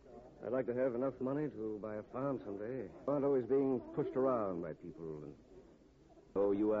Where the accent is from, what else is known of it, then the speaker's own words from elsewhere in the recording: Manchester, Ontario, Canada; I haven't. I'm from Manchester.